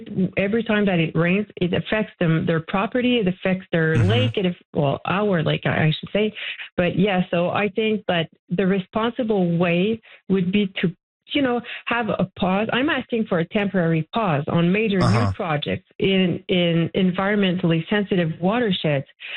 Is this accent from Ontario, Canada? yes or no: no; Mont-Tremblant, Quebec, Canada; I mean, I've been born and raised in Mont-Tremblant, and I feel so blessed to be born and raised there.